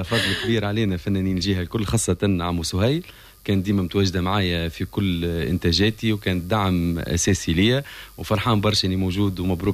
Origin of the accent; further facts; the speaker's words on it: Gafsa, Gafsa Governorate, Tunisia; moved away; كي جيت معناها الخرجة نتاعي من قفصة لغالب ظروف عائلية خرجت لازمني نكون موجود مع عائلتي